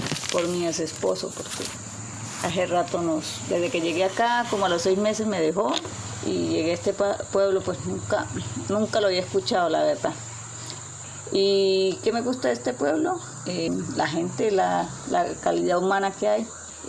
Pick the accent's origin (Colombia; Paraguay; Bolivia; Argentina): Colombia; Santander; moved away as an adult; also born or lived in San Alberto, Cesar; mi infancia, pues la mayoría de mi infancia pues fue ahí en San Rafael de Río Negro. Cuando cumplí la mayoría de edad, me fui para San Alberto Cesar a estudiar una carrera, un curso. Nos fuimos para San Alberto Cesar